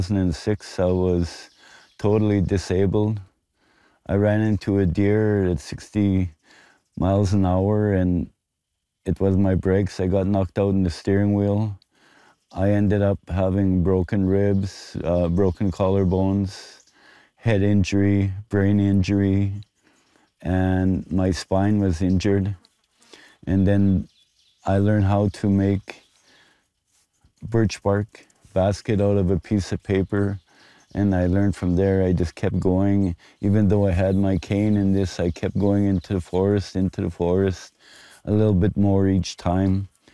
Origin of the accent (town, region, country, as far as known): Buffalo Narrows, Saskatchewan, Canada; born or raised there